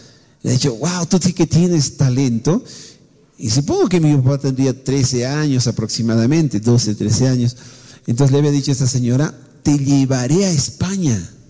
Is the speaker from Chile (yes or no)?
no; La Paz, Bolivia; Me dice, sí, exactamente, somos de La Paz.